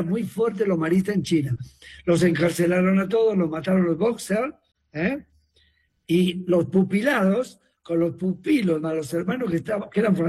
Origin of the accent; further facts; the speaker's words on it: Spain; now in Argentina; siendo español